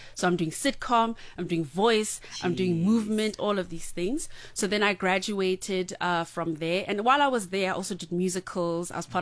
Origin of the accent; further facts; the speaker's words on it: Johannesburg, Gauteng, South Africa; I grew up, born and bred in Johannesburg, and I've been singing since I was 3.